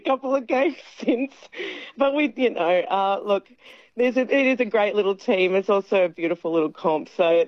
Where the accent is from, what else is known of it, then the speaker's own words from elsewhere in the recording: Bondi, New South Wales, Australia; moved away; also born or lived in Canberra; I grew up in Bondi, moved to, like, outside a farm in Canberra in around 2010, and then I... we've just moved to Nauruma last year.